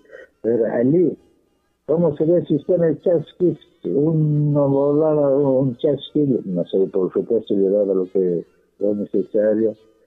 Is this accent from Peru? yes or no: yes; Peru